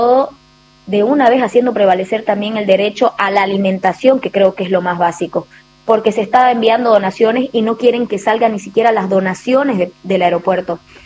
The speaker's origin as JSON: {"language": "Spanish", "town": "Warnes", "region": "Santa Cruz", "country": "Bolivia", "said": "nosotros aquí en Santa Cruz, yo soy de Guarnes"}